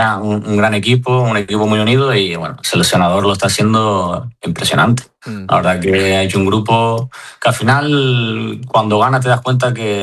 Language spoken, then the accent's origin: Spanish; Arguineguín, Canary Islands, Spain; born or raised there; now in Madrid, Spain